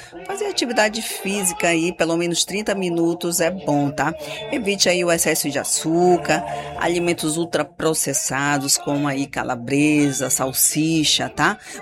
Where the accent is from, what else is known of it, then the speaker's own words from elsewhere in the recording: Mucajaí, Roraima, Brazil; a do município de Mucajaí, nós somos aqui do estado de Roraima